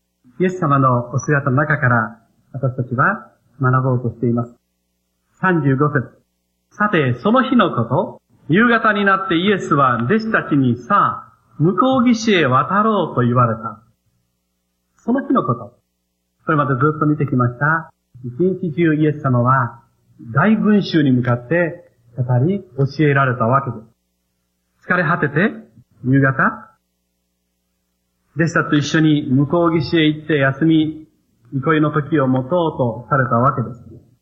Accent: Nakanohama, Kochi, Japan; 私も子供の頃、四国で育ちましたので、四国のもうジョン万次郎、最初にアメリカに日本人として行ったジョン万次郎を生んだですね、その中野浜っていうところで育ったわけです。

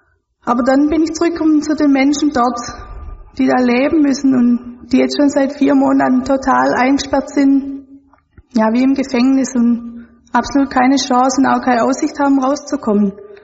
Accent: Germany; fällt es mir wieder ganz deutlich auf, wie gut es uns Deutschen wirklich geht.

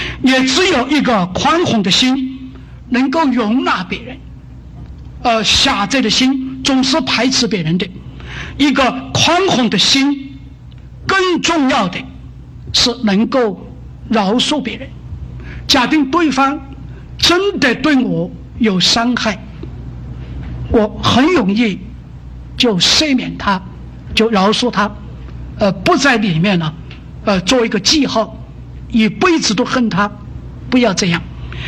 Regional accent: Sichuan, China; 我的家乡四川，

